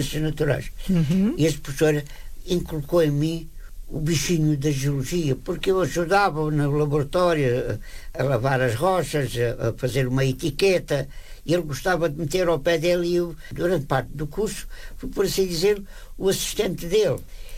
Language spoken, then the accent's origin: Portuguese; Évora, Alentejo, Portugal; Deslumbrei com a capital, que venho de Évora, uma cidade de província. Estou na capital sozinho, deslumbrando das luzes de toda a vida urbana da cidade.